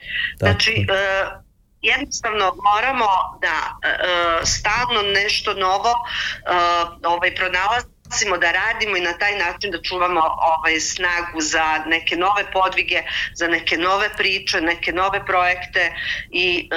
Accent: Serbia; kod nas u Srbiji sve više o tome i o toj temi priča

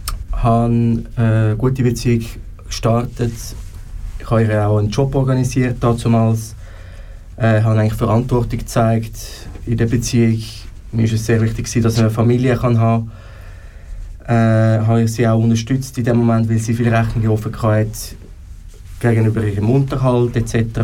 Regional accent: Zurich, Switzerland; Ich bin wohnhaft in Zürich, in der Stadt Zürich aufgewachsen. Ich bin selber nur mit meiner Mutter aufgewachsen damals.

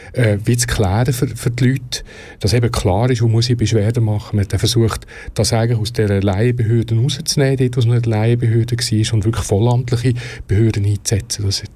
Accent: Aargau, Switzerland; Wie im Bier, wo ich aufgewachsen bin.

